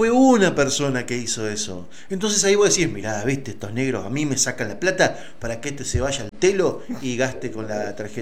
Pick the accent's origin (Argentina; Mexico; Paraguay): Argentina; nosotros como argentinos